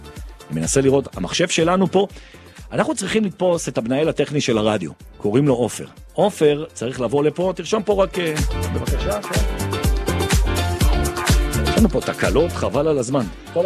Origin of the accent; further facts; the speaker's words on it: Jerusalem, Jerusalem District, Israel; סתם, זה ממשפט כזה שאני שומע בתור ירושלמי.